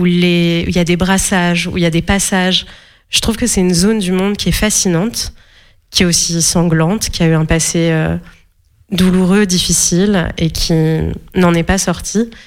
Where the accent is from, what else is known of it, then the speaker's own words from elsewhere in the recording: Morocco; le fait que j'ai grandi au Maroc.